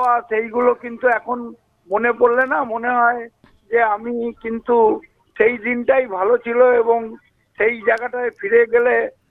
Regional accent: Bankura, West Bengal, India; born there; now in Budbud, India; আমার তো বাড়ি বুধবুদে নয়, মানে পূর্ব বর্ধমান জেলার বুধবুদ নয়, আমার বাড়ি হচ্ছে অ্যাকচুয়াল বাঁকুড়ায়। তো বাবা এখানে চাকরির সূত্রে এখানে বাড়ি বানিয়েছিল

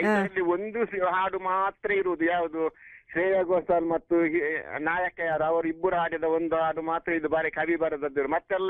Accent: Karnataka, India; born there; also born or lived in Venur; ಅದೇ ನಮ್ಮ ಇಲ್ಲಿ ಇದ್ದೇವಲ್ವ ನಾವು ಕಲ್ಲಾಡಿ ಬಾರ್ದಿಲ್ಲ ಆ ಊರು ಅಲ್ಲಿಗ. ಹಾಗೆ ನಾವು ಚಿಕ್ಕಂದಿನಿರುವಾಗ ಬಸ್ ಇರ್ಲಿಲ್ಲ ಅಂದ್ರೆ ಮಂಗಳೂರು ಮೂಡಬಿದಿರೆ ರೋಡ್ ಅಲ್ಲಿ

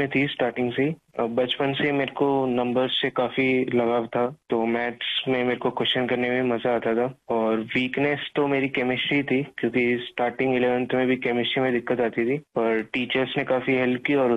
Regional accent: Pipar City, Rajasthan, India; also born or lived in Kota; Pipar city Jodhpur का रहने वाला हूँ। मैंने अपनी तैयारी कोटा से की है, जहाँ मैं 10th क्लास में आया था।

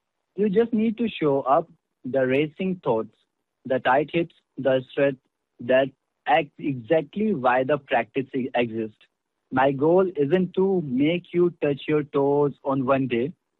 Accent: Rishikesh, Uttarakhand, India; English is a second language; I'm from Rishikesh, the yoga capital of the world.

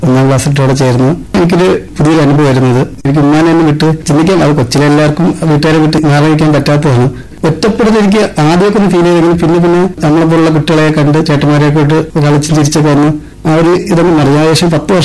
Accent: Varkala, Kerala, India; എന്റെ സ്വദേശം വർക്കല നെടുങ്ങണ്ടെന്ന് പറയുന്ന സ്ഥലത്ത്.

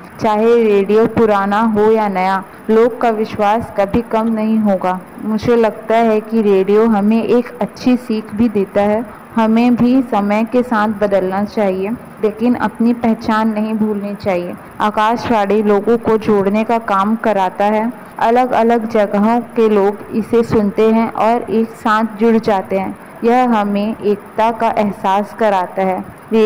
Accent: Raigarh, Chhattisgarh, India; और मैं कबीर चौक रायगढ़ की निवासी हूँ।

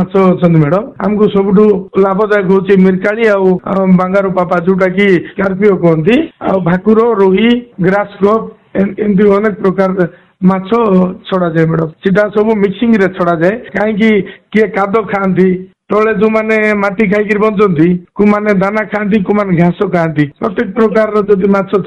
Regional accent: Cherkapur, Odisha, India; ମୋର କୁନ୍ଦୁରା ବ୍ଲକ ଦିଗାପୁର ପଞ୍ଚାୟତ ଚେରକାପୁର ମୋର ଗାଁ।

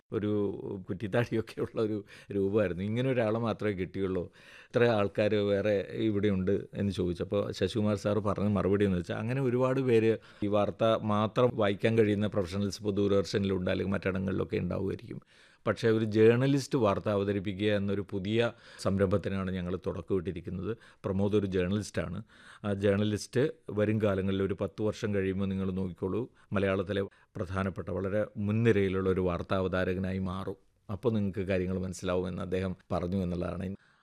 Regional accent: Raveeshwaram, Kerala, India; ഞാനൊരു ഗ്രാമപ്രദേശത്തു നിന്നാണ് വരുന്നത്, രാവണീശ്വരം എന്ന് പറയുന്ന കാസർഗോഡ് ജില്ലയിലെ ഗ്രാമപ്രദേശത്ത്.

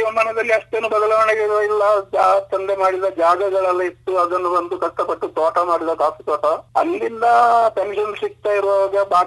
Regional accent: Karnataka, India; also born or lived in Hyderabad; ನಾನು ಕಾಲೂರವನು

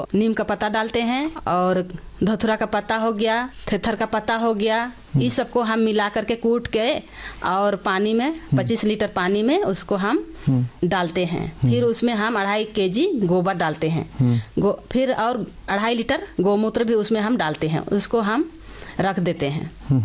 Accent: Jharkhand, India; और मैं कांके ब्लॉक से गागी गाँव से आई हूँ।

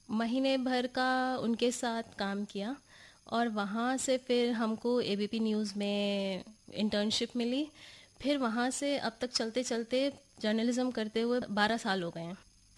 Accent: Lucknow, Uttar Pradesh, India; अभी मैं लखनऊ से आई हूँ।

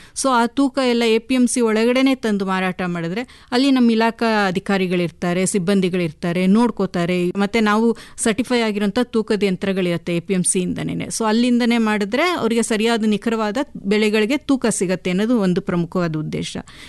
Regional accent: Mysore district, Karnataka, India; ನಾನು ಮೂಲತಃ ಮೈಸೂರು ಜಿಲ್ಲೆಯವಳೆ.

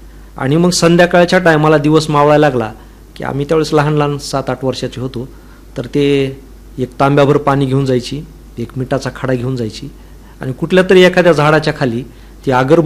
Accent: Beed, Maharashtra, India; दुसरीपर्यंत गावात शाळेत होतो आणि तिसरीला मी बीडमध्ये संस्कार विद्यालयात शिकायला आलो.

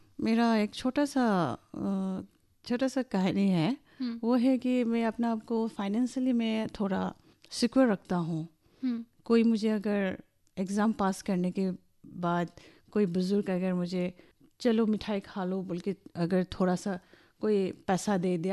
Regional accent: Haflong, Assam, India; also born or lived in Silchar; मेरा जन्म सिलचर में हुआ था, मेडिकल कॉलेज में, to a very sweet couple but quite aged.

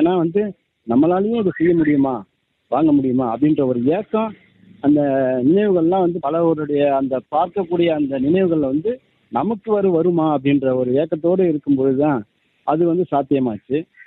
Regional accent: Viluppuram district, Tamil Nadu, India; now in Chennai, India; நான் வந்து சென்னையில இருந்து … சென்னை வந்து இப்ப நம்ம வாழ்வாதாரத்தை தேடி வந்திருக்கிற இடமா இருக்கிறது. சொந்த ஊர்ன்னு சொல்லக்கூடிய இடம் வந்து பாத்தீங்கன்னா விழுப்புரம் மாவட்டம் கண்டாச்சிபுரம் வட்டம் அடுக்கம் கிராமம், இதுதான் என்னுடைய சொந்த ஊர்.

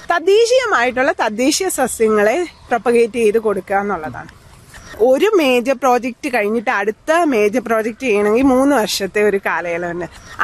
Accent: Onattukara, Kerala, India; born there; ഞാൻ ഓണാട്ടേറിയാണ് ജനിച്ചത്. അവ ഒരു കാർഷിക സംസ്കാരമുള്ള നാടാണ്, ജീവിത രീതിയുള്ള നാടാണ്.

